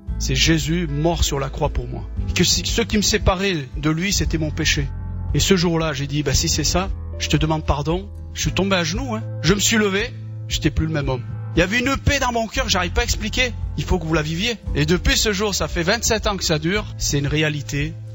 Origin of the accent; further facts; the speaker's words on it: Algeria; Je suis algérien, on est issu d'une famille nombreuse de 14 frères et sœurs.